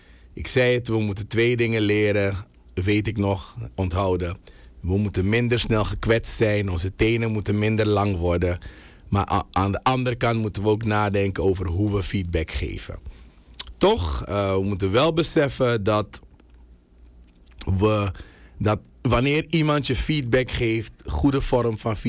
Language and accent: Dutch; Suriname